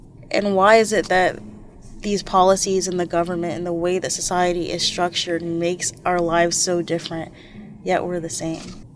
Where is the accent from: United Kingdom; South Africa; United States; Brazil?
United States; And even when I was born being African American, I already had some of those privilege as a US citizen taken away.